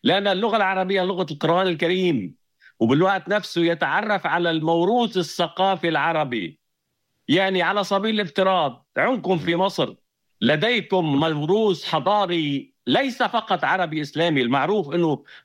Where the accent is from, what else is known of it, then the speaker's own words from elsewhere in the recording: Lebanon; moved away as an adult; now in Russia; أنا مثلا على سبيل الافتراض بلبنان، عندما كنت لبنان قبل أن أترك لبنان وأنتقل نهائيا لروسيا، أنا مواطن روسي لبناني، أسست البيت اللبناني الروسي